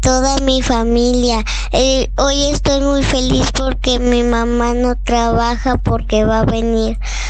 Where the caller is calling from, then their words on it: Jilotepec, Mexico; de Jilotepec.